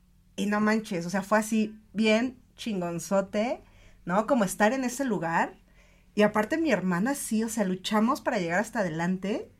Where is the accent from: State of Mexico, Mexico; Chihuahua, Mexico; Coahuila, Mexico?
State of Mexico, Mexico; Ecatepec; vengo de... Bueno, sí, yo nací, crecí en Ecatepec